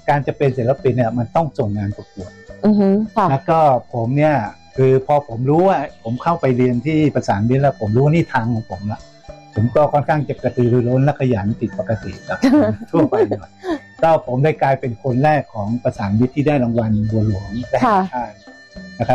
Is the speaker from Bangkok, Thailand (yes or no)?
no; Chiang Rai, Thailand; นะครับเป็นศิลปินชาวเชียงรายโดยกำเนิดนะครับผมก็จบมาจากมศวประสานมิตร